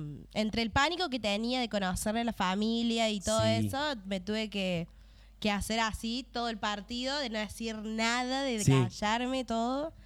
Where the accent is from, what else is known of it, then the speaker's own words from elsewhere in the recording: Los Altos, Catamarca, Argentina; born there; now in Oncativo, Argentina; Así es, nacida en el norte. ¿En qué parte? En los Altos de Catamarca.